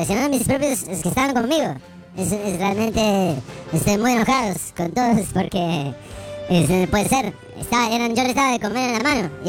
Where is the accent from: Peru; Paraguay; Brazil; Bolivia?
Bolivia; voy a contar un chiste de bolivianos, porque yo soy boliviano, puedo contarlo.